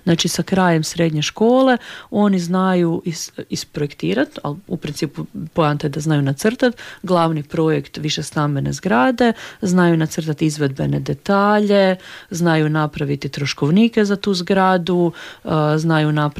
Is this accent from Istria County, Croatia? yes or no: yes; Pazin, Istria County, Croatia; ja sam inače iz Pazina